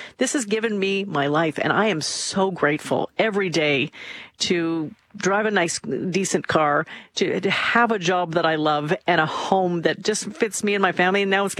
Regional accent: Canada; if the dinner party was somewhere else, I'd say I'm from Canada because that's how I identify myself.

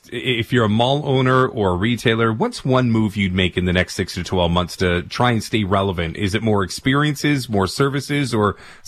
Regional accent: Ontario, Canada; now in Vancouver, Canada; I grew up in Ontario, and Eaton Centre was always a place that I went to and never felt safe. And when I came out to Vancouver Metrotown

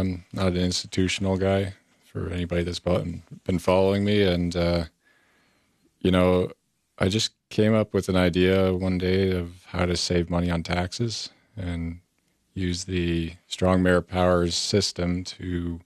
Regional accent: Ottawa, Ontario, Canada; moved away as an adult; I grew up in West Carleton, just west of Ottawa.

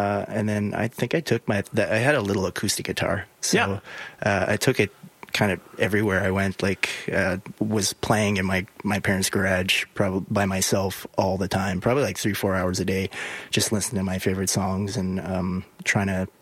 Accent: Wabasca, Alberta, Canada; Yeah, so I grew up in Wabasca. It's about 3 hours north of Edmonton. A little small town, a little bit of municipality, a little bit of reserve.

